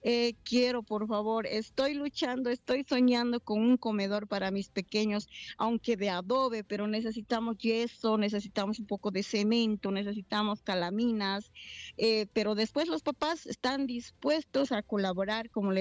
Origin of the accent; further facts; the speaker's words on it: Sucre, Chuquisaca, Bolivia; moved away as an adult; now in Chuquisaca, Bolivia; Yo soy de Sucre